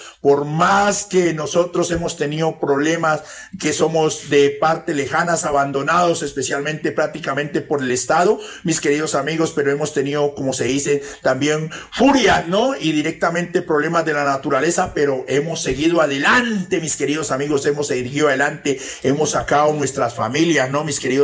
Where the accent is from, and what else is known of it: Putumayo, Colombia